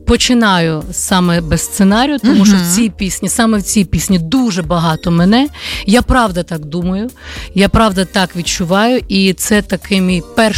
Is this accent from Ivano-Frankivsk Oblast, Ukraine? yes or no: no; Chernivtsi, Chernivtsi Oblast, Ukraine; born there; Я дівчинка, яка народилась в Чернівцях і дуже довго весь час своє дитинство займалась музикою, так, співала.